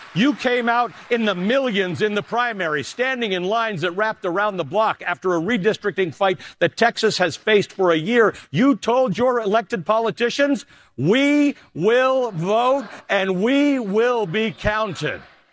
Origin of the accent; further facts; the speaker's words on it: Canada; moved away as an adult; also born or lived in Kenya; now in United States; We later moved to Canada, where I grew up.